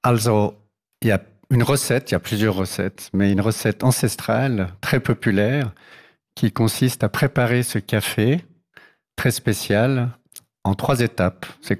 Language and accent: French; Geneva, Switzerland; born there; que j'avais quelques origines de ce côté-là, même si je suis né à Genève.